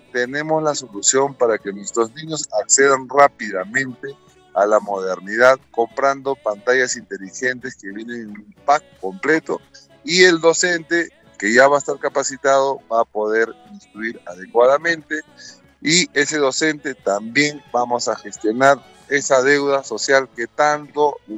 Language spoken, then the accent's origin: Spanish; Ancash, Peru; yo soy un ancashino orgulloso de mi tierra